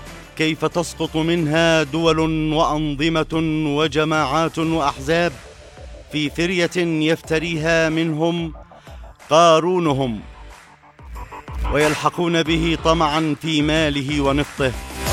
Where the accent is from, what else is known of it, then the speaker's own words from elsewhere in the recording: Yemen; يدعيها على بلادنا اليمن ظلما وزورا